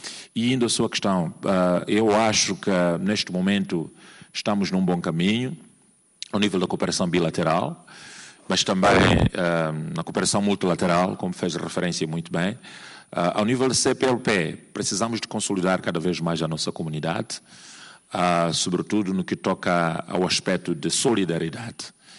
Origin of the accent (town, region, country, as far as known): Mozambique